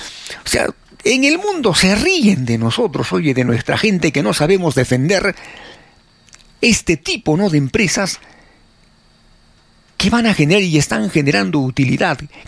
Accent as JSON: {"language": "Spanish", "country": "Peru", "said": "nosotros como peruanos"}